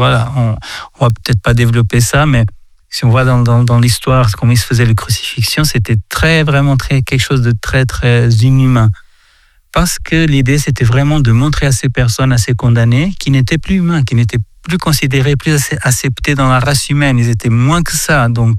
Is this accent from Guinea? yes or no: no; Portugal; Moi, je viens du Portugal, mais ils sont comme moi.